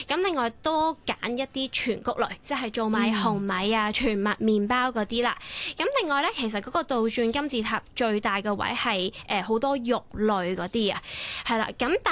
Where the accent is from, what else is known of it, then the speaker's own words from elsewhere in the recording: Hong Kong; 但是我们香港人啦